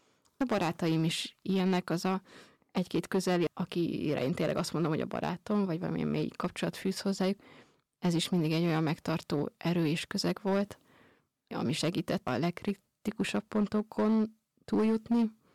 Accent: Kőszeg, Vas, Hungary; moved away; Kőszegről származom.

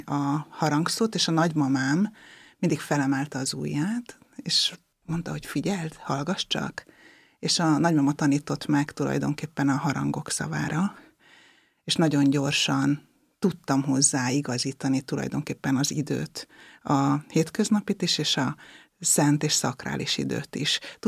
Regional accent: Tiszaföldvár, Jász-Nagykun-Szolnok, Hungary; A családból hozom a hitet. Tiszaföldváron születtem, 1970-ben kereszteltek meg

